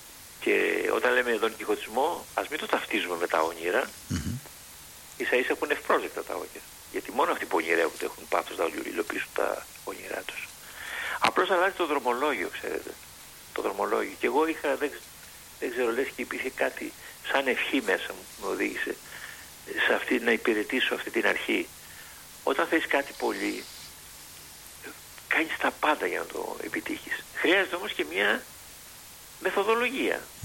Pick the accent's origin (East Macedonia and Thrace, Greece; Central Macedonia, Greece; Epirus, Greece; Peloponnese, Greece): Peloponnese, Greece; Kalamata; η πατρίδα μου, η αγαπημένη μου Καλαμάτα.